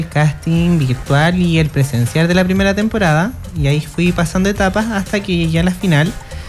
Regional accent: Hualañé, Maule, Chile; now in San Francisco de Mostazal, Chile; Oriundo de Gualañé, séptima región.

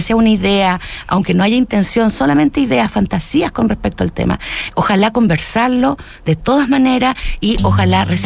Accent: Chile; yo creo que hasta culturalmente como chileno, que es preguntar directamente

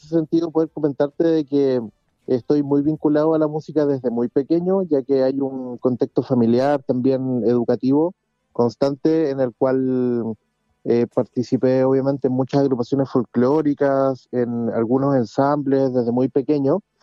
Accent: La Unión, Los Ríos, Chile; Yo soy de la comuna de La Unión, provincia del Banco, región de Los Ríos.

